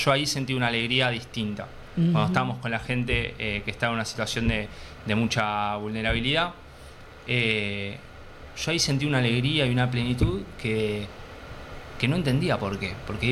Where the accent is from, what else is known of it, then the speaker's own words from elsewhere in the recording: Buenos Aires, Argentina; el barrio de Liniers.